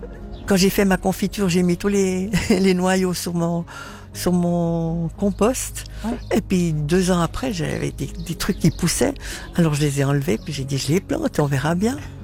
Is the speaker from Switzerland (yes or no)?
yes; Basel, Basel-Stadt, Switzerland; J'ai grandi à Bâle, mais j'étais beaucoup, beaucoup placée.